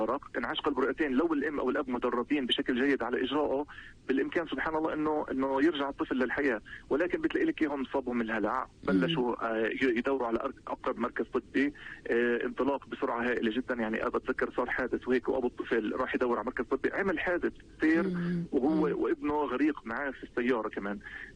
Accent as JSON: {"language": "Arabic", "country": "Palestine", "said": "عندنا في فلسطين"}